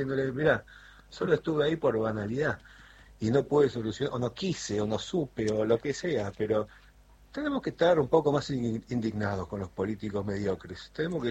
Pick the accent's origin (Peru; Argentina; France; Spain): Argentina